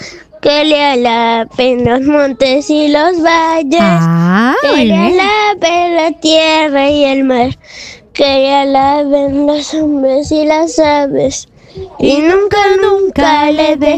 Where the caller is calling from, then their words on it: Arequipa, Peru; Escuchando de Arequipa.